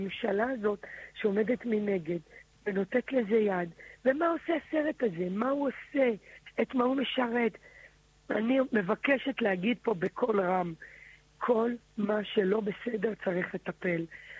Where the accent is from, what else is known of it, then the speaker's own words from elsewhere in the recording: Beersheba, Southern District, Israel; אני גדלתי בבאר שבע. באר שבע זה זורם לי בברידים, בסדר?